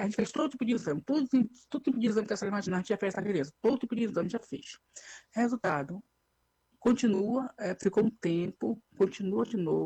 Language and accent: Portuguese; São Félix, Bahia, Brazil; Eu sou uma moradora aqui, eu sou de São Félix, sabe?